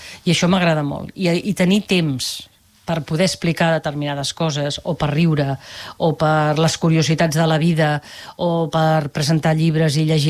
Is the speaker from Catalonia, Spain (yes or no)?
yes; Barcelona, Catalonia, Spain; born there; Sí, vaig néixer a Barcelona.